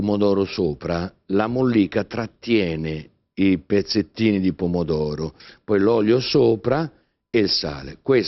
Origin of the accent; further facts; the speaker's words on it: Bari, Apulia, Italy; io sono di Bari